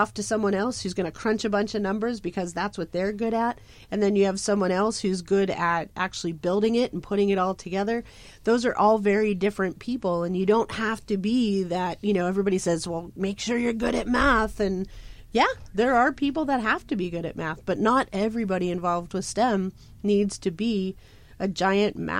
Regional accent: Mars, Pennsylvania, United States; moved away; I grew up in a tiny little town in Pennsylvania. I'm actually from Mars, Pennsylvania, so I'm from Mars.

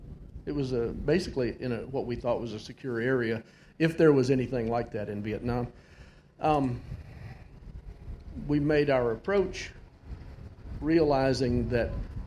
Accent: Tennessee, the South, United States; also born or lived in Memphis, Tennessee; I was from the South. I lived in Memphis, Tennessee at the time.

